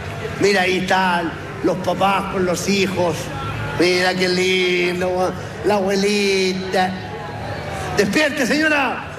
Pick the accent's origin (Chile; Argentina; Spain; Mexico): Chile; somos chilenos, aquí se habla, weón, como en Chile